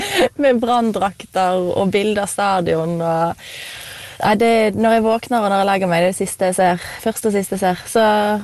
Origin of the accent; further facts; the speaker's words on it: Bodø, Nordland, Norway; also born or lived in Bergen; jeg er jo en bergenser som har vokst opp i Bodø